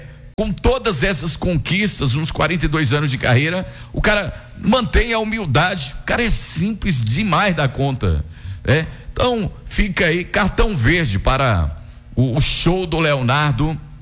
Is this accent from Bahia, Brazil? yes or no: yes; Guanambi, Bahia, Brazil; nós somos de Guarabi, moramos em Guarabi